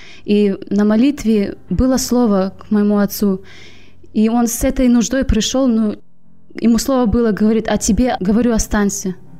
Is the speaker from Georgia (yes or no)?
yes; Gudauta, Abkhazia, Georgia; now in South Carolina, United States; Ну, я родилась в Абхазии, эта местность называется Гудаута. Многие не знают, но это очень маленькое место. В областном она считается как Грузии. Эта местность очень красивая. Мы жили прямо около Черного